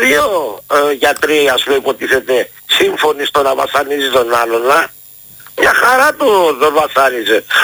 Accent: Greece; όταν ήμουν μικρός εδώ στον Ελαιώνα

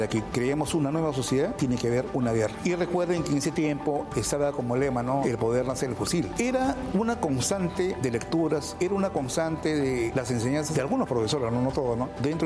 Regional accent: Lince, Lima, Peru; Nací en mi casa en Lince, el 26 de agosto de 1958. Antiguamente, pues, nací en las casas. Estudié primaria en la Escuela Primera de Varones, número 5740, en Lince, al costado de la parroquia, frente al Parque Pedro Ruiz Gallo.

